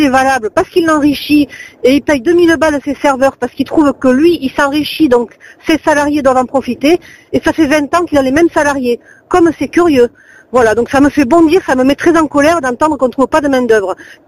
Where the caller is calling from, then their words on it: Occitanie, France; de l'Hérault.